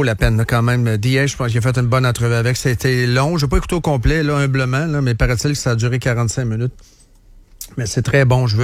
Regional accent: Shawinigan, Quebec, Canada; Canadien, vous connaissez l'histoire. Je viens de Shawinigan, mais vous autres, vous êtes

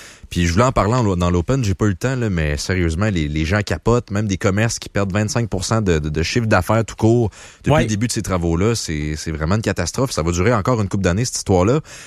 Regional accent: Quebec, Canada; Tu sais, moi, je suis de la Rive-Sud.

